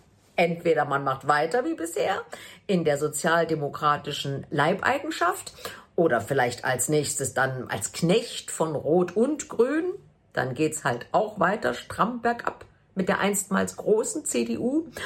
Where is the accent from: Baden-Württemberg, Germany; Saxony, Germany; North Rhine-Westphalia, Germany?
Saxony, Germany; Leipzig; born or raised there